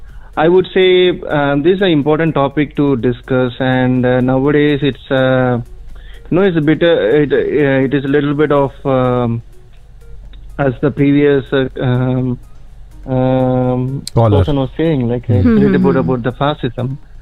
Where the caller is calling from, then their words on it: South India, India; I am from South India, so.